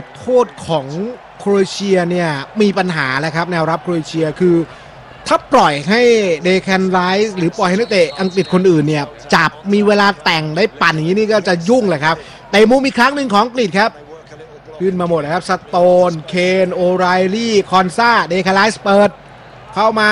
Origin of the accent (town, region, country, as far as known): Bangkok, Thailand